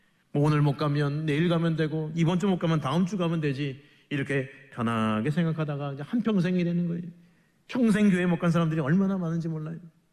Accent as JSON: {"language": "Korean", "region": "Seoul", "country": "South Korea", "said": "서울 사람이 저도 그냥 어설프게 아싸라게 지금 흉내내고 있는데"}